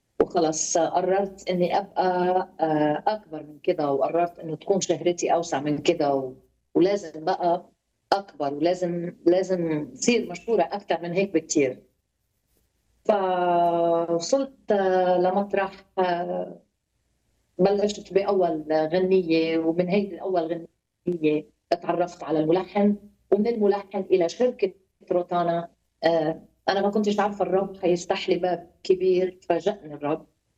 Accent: Lebanon; عندنا في لبنان نقول تفشيخ

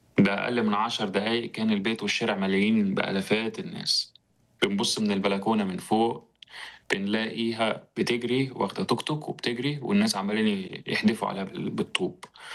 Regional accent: Egypt; born there; وانا اتولدت في مصر من خلفية اسلامية سنية،

